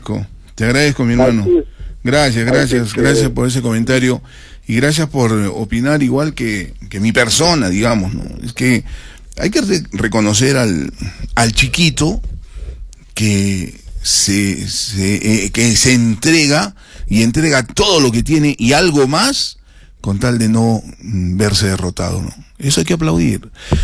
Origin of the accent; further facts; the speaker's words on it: Peru; nosotros como peruanos no vamos hace 8 años al Mundial